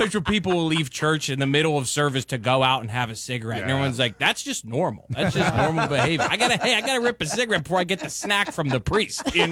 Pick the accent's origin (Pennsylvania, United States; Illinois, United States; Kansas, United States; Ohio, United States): Pennsylvania, United States; Pittsburgh; Born and raised in Pittsburgh.